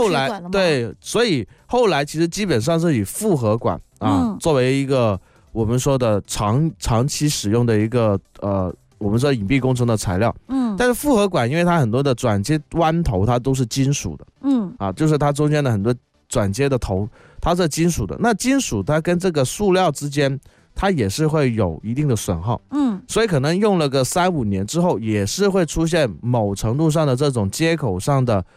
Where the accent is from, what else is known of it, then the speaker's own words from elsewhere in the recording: Guangdong, China; 就像我们广东话一个掰出来一个